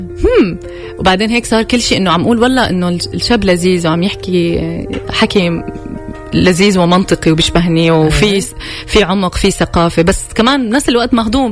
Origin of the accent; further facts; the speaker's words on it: Syria; لانه هو يعني ضيعته بالعراق وضيعتي بسوريا، يعني قراب على بعض